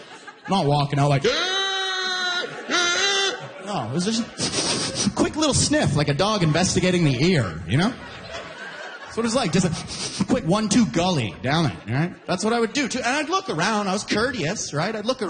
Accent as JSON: {"language": "English", "region": "Alberta", "country": "Canada", "said": "I lost 3 friends just because I'm from Alberta."}